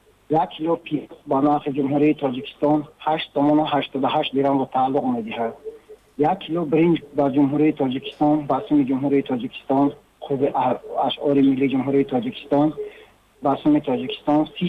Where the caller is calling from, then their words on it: South Korea; Мо аз ҷумҳурии Корея ба шумо тамос гирифтем.